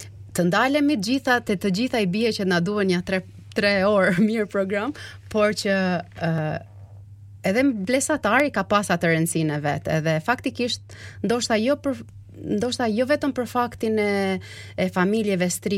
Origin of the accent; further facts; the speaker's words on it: Has, Kukës County, Albania; Unë jam nga Veriu i Shqipëris, nga Hasi